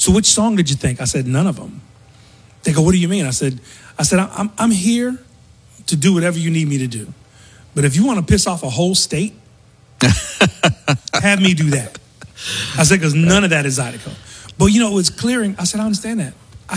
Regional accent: Lake Charles, Louisiana, United States; also born or lived in Eunice / Kinder; But I'm Lake Charles is what I call home. Right. Because that's where I spent my adult life from 11 years old until

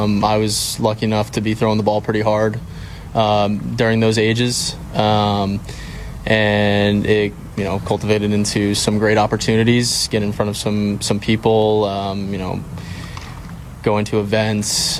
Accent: New Jersey, United States; I am from New Jersey

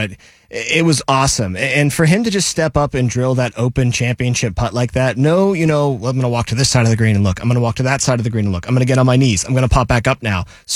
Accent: Pittsburgh, Pennsylvania, United States; I'm from Pittsburgh

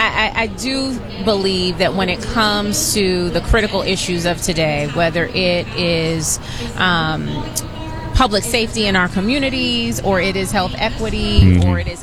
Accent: Boston, Massachusetts, United States; I'm from Boston.

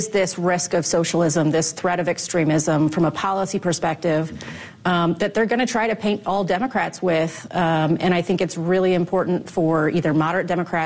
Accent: Alaska, United States; So I grew up in Alaska, so I'm

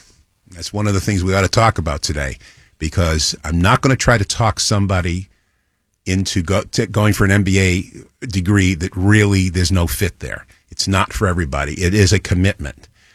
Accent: New York City, New York, United States; also born or lived in Northern Virginia; now in New Jersey, United States; I grew up in New York City

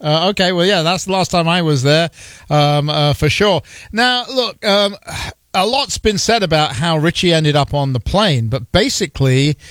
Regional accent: Florida, United States; now in Iowa, United States; you can tell I wasn't born in Iowa, right? My home state, as it were, also was Florida, but we had to come to Iowa before we met each other.

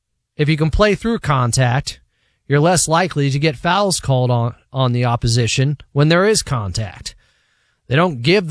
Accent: Sacramento, California, United States; Number one, as I mentioned, I'm from Sactown.

